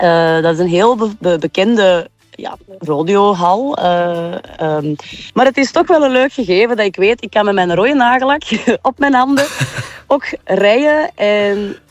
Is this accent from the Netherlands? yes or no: no; Flanders, Belgium; Ik kom uit de Kempen. En ik leef hier eigenlijk een beetje mijn cowgirl-droom in België.